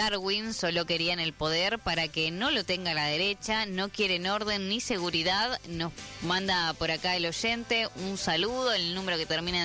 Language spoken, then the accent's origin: Spanish; Montevideo, Uruguay; También de Montevideo, sí.